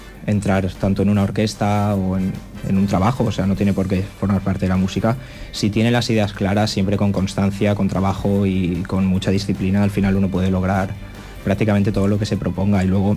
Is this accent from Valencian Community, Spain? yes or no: yes; Dénia, Valencian Community, Spain; soy de Denia, nacido, crecido, esta es mi ciudad